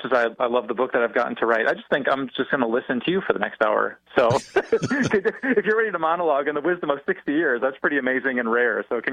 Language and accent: English; Green Bay, Wisconsin, United States; So I grew up in Green Bay, Wisconsin, and mom and dad who loved me deeply.